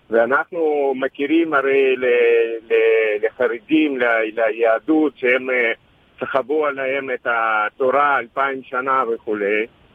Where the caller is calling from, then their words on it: Petah Tikva, Central District, Israel; מפתח תקווה